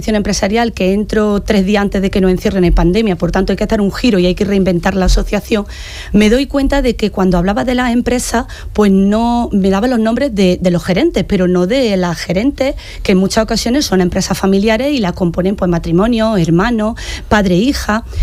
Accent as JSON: {"language": "Spanish", "town": "Martos", "region": "Andalusia", "country": "Spain", "said": "a mí me tiraba a mi tierra"}